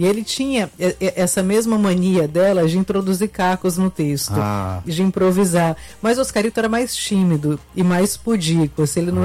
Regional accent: Fortaleza, Ceará, Brazil; now in São Paulo, Brazil; Eu nasci em São Paulo, mas por acaso, porque eu vim pra Fortaleza muito pequena, então eu sou cearense.

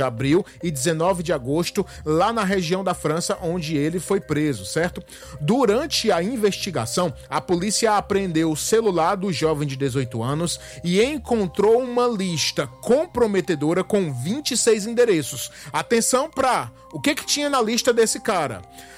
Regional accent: Brazil; A gente é brasileira

